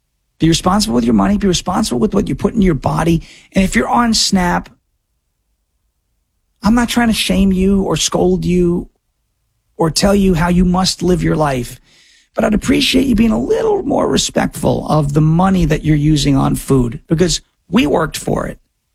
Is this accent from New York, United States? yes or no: yes; New York, United States; I come from New York.